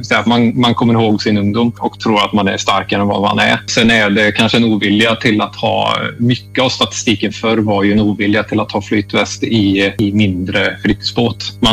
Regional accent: Sweden; som svensk

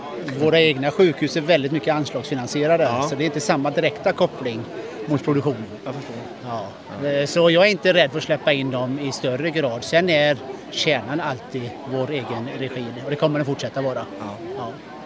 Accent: Alingsås, Västra Götaland County, Sweden; Jag är från Alingsås.

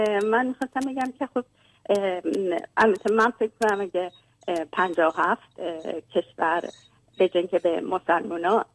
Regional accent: Iran; حتی خود من به عنوان یه ایرانی خب انقدر دقیق نمیدونم

